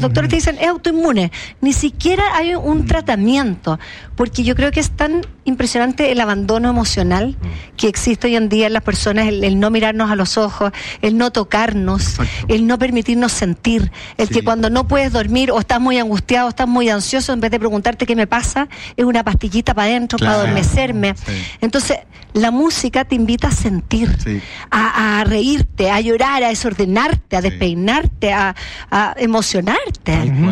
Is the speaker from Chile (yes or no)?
yes; Chile; Y tú, a todo, porque soy un chileno